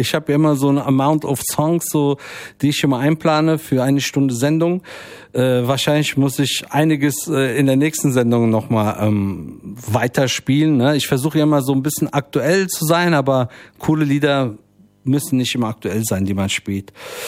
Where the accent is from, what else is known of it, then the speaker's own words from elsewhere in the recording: Frankfurt, Hesse, Germany; born there; obwohl ich ja gebürtiger Frankfurter bin, schlägt auch für Offenbach.